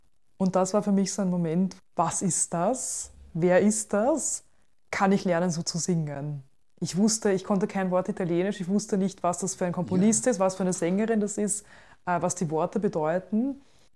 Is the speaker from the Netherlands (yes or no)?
no; Lower Austria, Austria; Ich bin auf einem Bauernhof in Niederösterreich